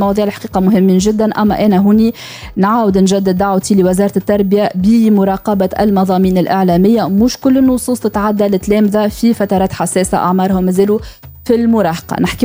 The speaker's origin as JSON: {"language": "Arabic", "country": "Tunisia", "said": "احنا في تونس"}